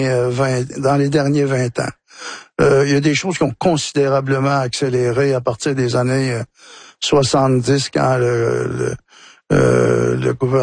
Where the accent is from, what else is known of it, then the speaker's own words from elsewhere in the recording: Wôlinak, Quebec, Canada; Chez nous, à Wallinac, la langue avait été éteinte.